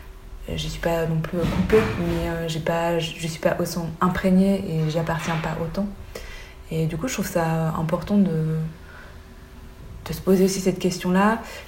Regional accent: Belgium; comme je suis belge au thaï, pour des personnes blanches

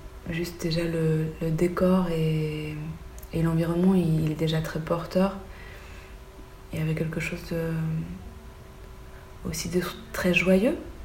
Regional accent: Belgium; comme je suis belge

